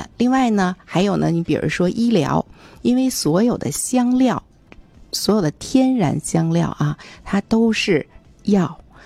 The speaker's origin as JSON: {"language": "Chinese", "country": "China", "said": "香式文化呢它可以说是浸润在我们中国人的生活当中的方方面面"}